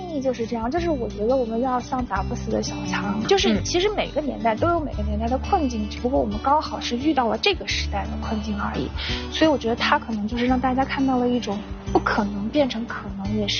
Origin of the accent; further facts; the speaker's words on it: Guizhou, China; born there; 传播我们家乡的文化，二一个是做中国贵州